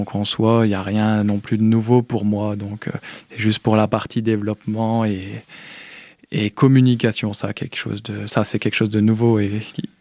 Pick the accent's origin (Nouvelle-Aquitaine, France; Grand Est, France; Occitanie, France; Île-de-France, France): Grand Est, France; Chaumont; now in Die, France; Moi, je suis à côté de Colombey-les-Deux-Églises, en Haute-Marne. Du coup, je suis né à Chaumont.